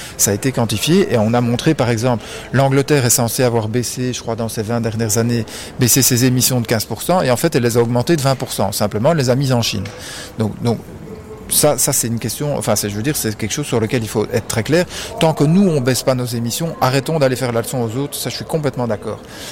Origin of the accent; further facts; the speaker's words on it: Belgium; je suis belge en plus